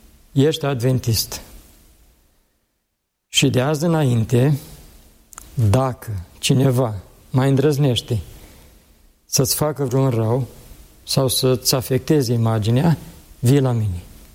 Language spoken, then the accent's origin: Romanian; Moldavia, Romania; Și eram din Moldova și Moldova e renumită în ce privește prepararea bucatelor.